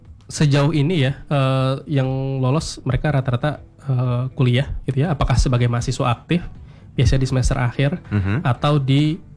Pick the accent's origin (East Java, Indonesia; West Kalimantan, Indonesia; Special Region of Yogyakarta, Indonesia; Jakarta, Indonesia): West Kalimantan, Indonesia; kita warga Kalbar.